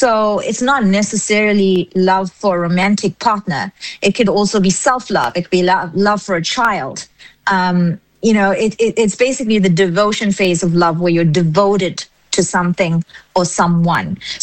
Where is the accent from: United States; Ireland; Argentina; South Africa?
South Africa; I'm keeping in touch with who I am as a South African.